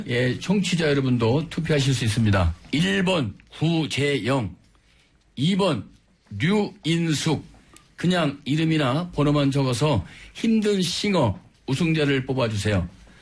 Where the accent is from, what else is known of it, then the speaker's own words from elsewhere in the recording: Daejeon, South Korea; 선배님은 서천, 저는 대전.